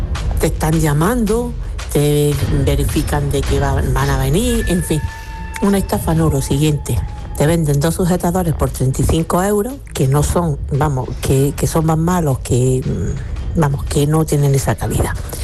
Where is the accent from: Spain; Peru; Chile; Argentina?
Spain; Granada, Andalusia; Vale, soy de Granada y vivo en Padu, súper fan vuestra